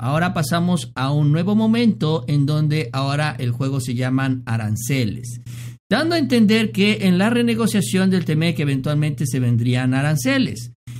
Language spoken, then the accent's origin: Spanish; Mexico